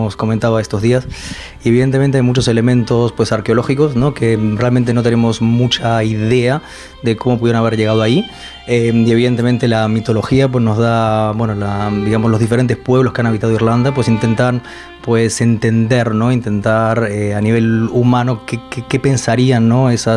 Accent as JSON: {"language": "Spanish", "town": "A Coruña", "region": "Galicia", "country": "Spain", "tie": "born or raised there", "also_born_or_lived": "Uruguay / Santiago de Compostela", "moved": "as an adult", "said": "nací en Uruguay, lo que pasa es que yo toda la vida, bueno, viví desde los 10 años en A Coruña, entre Coruña y Santiago, porque bueno, mi familia emigró con la crisis del 2002"}